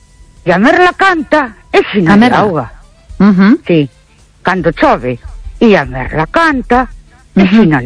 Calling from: Valencia, Valencian Community, Spain; de Valencia otra vez.

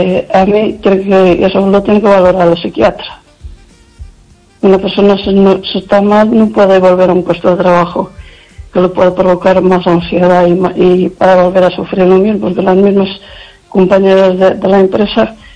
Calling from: Lugo, Galicia, Spain; Buenas noches

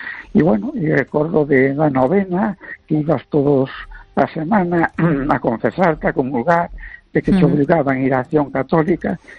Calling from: A Coruña, Galicia, Spain; de La Coruña.

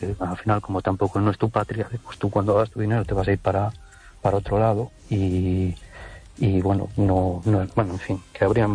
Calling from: Cologne, North Rhine-Westphalia, Germany

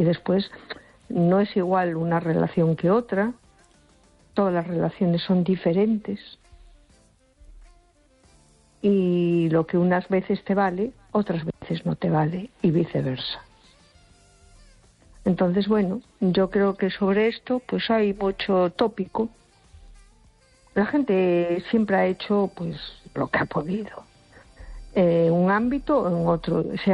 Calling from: A Coruña, Galicia, Spain; Hola, buenas noches. … de Coruña.

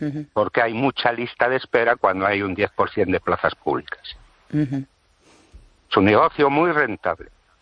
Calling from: Ourense, Galicia, Spain; de Orense.

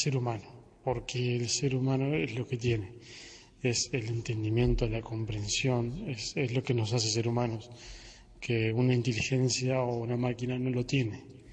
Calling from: Montevideo, Uruguay; vivo en Montevideo, estudio en la Facultad de Comunicación

